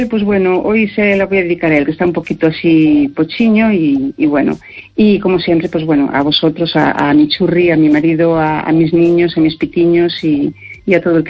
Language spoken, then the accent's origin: Spanish; Galicia, Spain; Y ahora cuando digo que soy de la Ribera Sacra, y digo, ¡ay, qué maravilla!